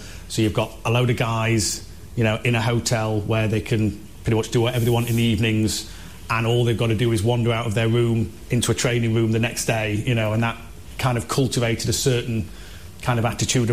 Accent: Sheffield, Yorkshire and the Humber, United Kingdom; moved away as an adult; now in Wakefield, United Kingdom; English through and through, England born and bred. I was born and raised in Sheffield. I live in Wakefield in West Yorkshire now. But yes, yeah, as English as I think you can get. I'm of a Christian background, Church of England.

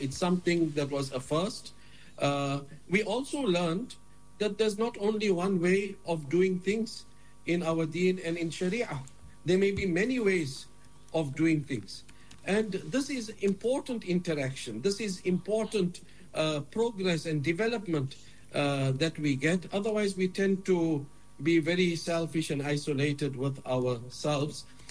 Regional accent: South Africa; we have been opened up as the South African community

